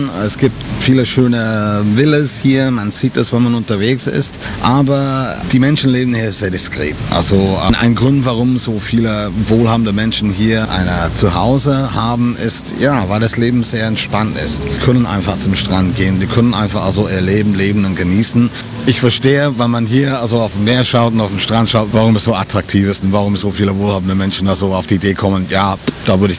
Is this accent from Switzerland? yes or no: no; England, United Kingdom; born there; German is a second language; moved away; also born or lived in Mallorca; Genau, ich bin gebürtiger Engländer.